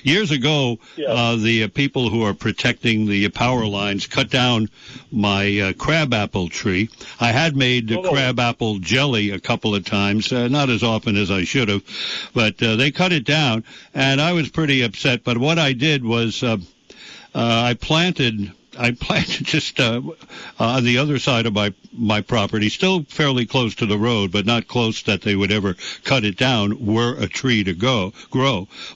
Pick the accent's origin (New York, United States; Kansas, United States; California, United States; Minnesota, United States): New York, United States; New York City; growing up in the Bronx, all I knew was doo-wop and the pool halls